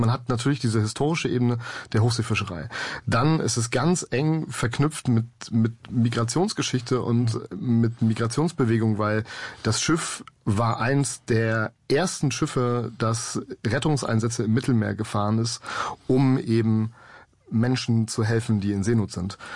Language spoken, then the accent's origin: German; Rostock, Mecklenburg-Vorpommern, Germany; born there